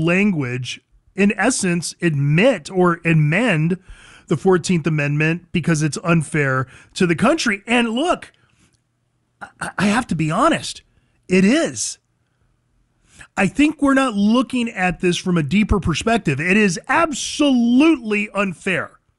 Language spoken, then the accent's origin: English; United States; I'm speaking to you as a Hispanic. I'm also speaking to you as an American.